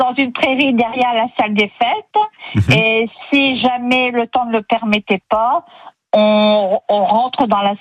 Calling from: La Flamengrie, Hauts-de-France, France; moi, la maison en face, elle est belge. Et moi, je suis en France.

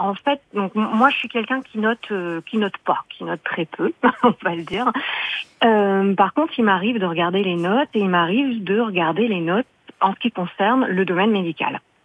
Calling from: Normandy, France; moi, j'habite en Normandie, dans l'Orne, dans un secteur qui est en train de devenir un vrai désert médical

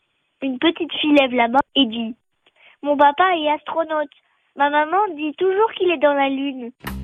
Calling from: Sauve, Occitanie, France; 10 ans. J'habite à Sauve, dans le Gard.

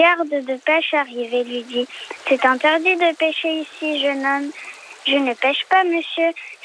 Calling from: Nîmes, Occitanie, France; j'habite à Nîmes

